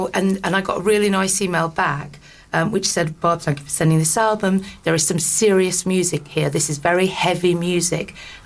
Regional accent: the north of England, United Kingdom; Because I'm actually from the North

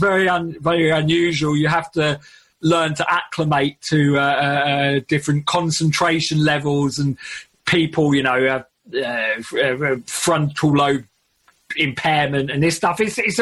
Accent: Southend-on-Sea, East of England, United Kingdom; Essex. So Southend on Sea in Essex.

